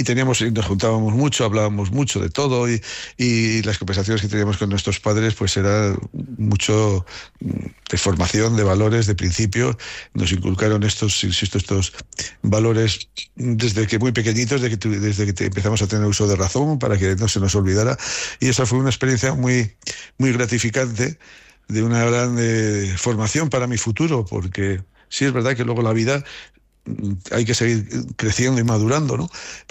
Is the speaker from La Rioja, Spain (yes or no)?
yes; Haro, La Rioja, Spain; yo me he sentido siempre y me siento muy querido en mi pueblo. Bueno, mi pueblo, la alcaldesa cuando me oye hablar así se enfada porque dice … que Haro es una ciudad.